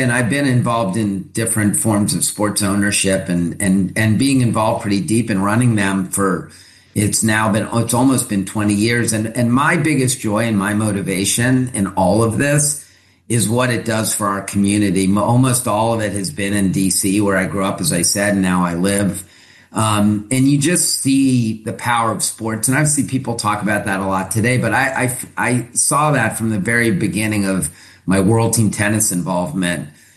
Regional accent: Chevy Chase, Maryland, United States; moved away; when I grew up in Chevy Chase, Maryland, a suburb of Washington, as a young boy

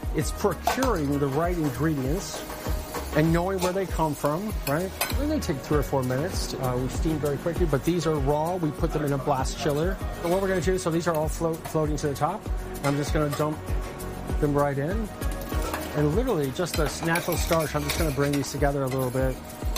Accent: United States; Because I grew up in America.

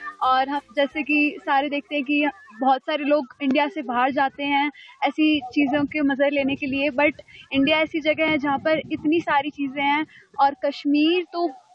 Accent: Jaipur, Rajasthan, India; हम लोग जयपुर राजस्थान से आए हैं और वहाँ पे बहुत गर्मी है।

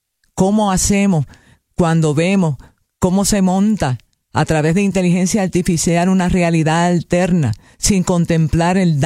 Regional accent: Puerto Rico; eso me enorgullece como puertorriqueña.

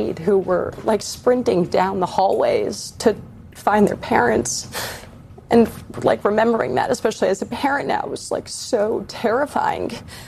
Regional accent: New York, United States; I'm a New Yorker

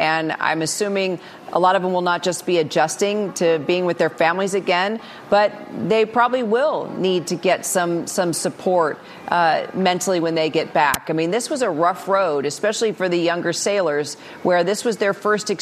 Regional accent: San Diego, California, United States; moved away; you're in my hometown of San Diego.

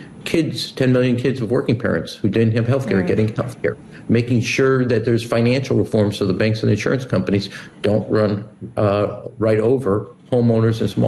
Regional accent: Chicago, Illinois, United States; And I'm from Chicago. I know everything there you need to know around corruption

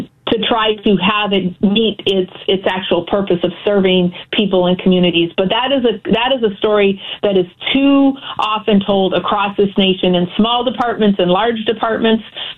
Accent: Minneapolis–Saint Paul, Minnesota, United States; You know, the other reality of growing up in the Twin Cities in that time was that, you know, especially in, you know, both St. Paul and Minneapolis have their own culture

